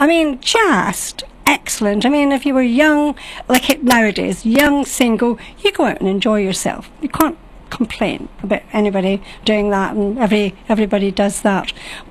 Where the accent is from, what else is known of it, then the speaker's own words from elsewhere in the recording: Glasgow, Scotland, United Kingdom; now in London, United Kingdom; I mean, I came down from Glasgow, which is quite a small city compared to London.